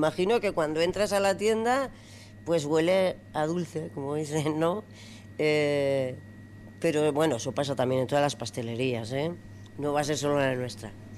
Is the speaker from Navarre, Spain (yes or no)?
yes; Navarre, Spain; moved away as an adult; now in Vitoria, Spain; yo estoy en Vitoria desde los 20 años. Sí, bueno, soy navarra, pero bueno, soy vitoriana. Llevo más tiempo viviendo en Vitoria que en mi pueblo, aunque tengo allí la casa y voy al pueblo. Pero bueno, yo vivo aquí